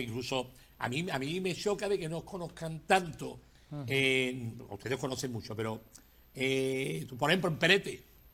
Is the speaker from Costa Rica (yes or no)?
no; Cádiz, Andalusia, Spain; now in San Fernando, Spain; yo soy gaditano, ¿vale? Pero llevo 43 años que ya, pero soy de la isla, ¿vale?